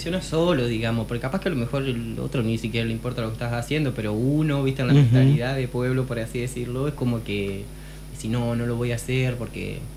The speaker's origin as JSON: {"language": "Spanish", "town": "Diamante", "region": "Entre Ríos", "country": "Argentina", "tie": "born or raised there"}